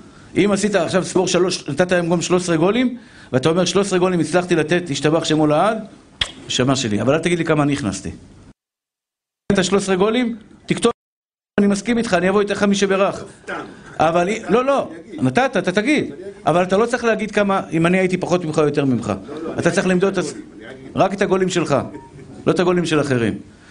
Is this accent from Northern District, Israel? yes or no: no; Tel Aviv, Tel Aviv District, Israel; גדלתי בשכונת התקווה שמשחקים כדורגל